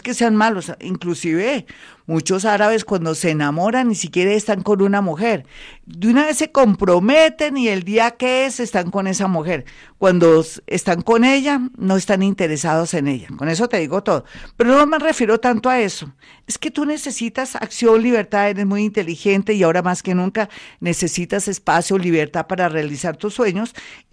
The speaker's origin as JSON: {"language": "Spanish", "country": "Colombia", "said": "nosotros los colombianos"}